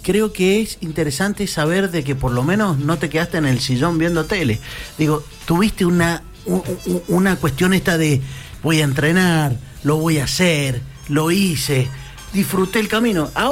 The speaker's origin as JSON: {"language": "Spanish", "country": "Argentina", "said": "Eso somos los argentinos."}